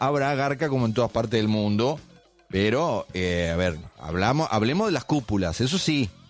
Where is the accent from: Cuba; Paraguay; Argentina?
Argentina; No, no, pero además, los argentinos somos malos, los argentinos somos esto.